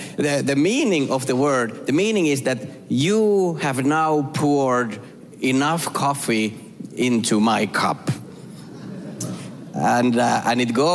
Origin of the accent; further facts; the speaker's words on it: Finland; English is a second language; moved away; yes, I am from Finland.